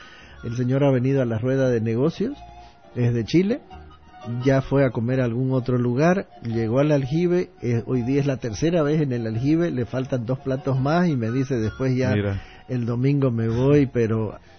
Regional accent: Santa Cruz, Bolivia

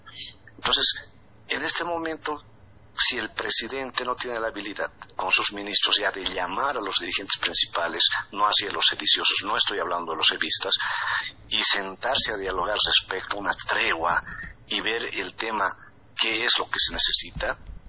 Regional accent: Camacho Province, La Paz, Bolivia; now in La Paz, Bolivia; porque salgo del lado del lago. Yo me he criado en el lado de la provincia de Camacho. Yo siempre le he dicho alguna vez, yo soy aymara, pero primero soy boliviano.

